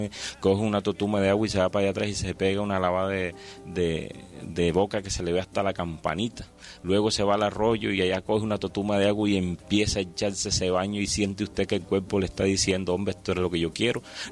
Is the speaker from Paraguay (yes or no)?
no; Salitral, Sucre, Colombia; Y escuchaba de niño en Salitral, levantaba temprano a acompañar a mi mamá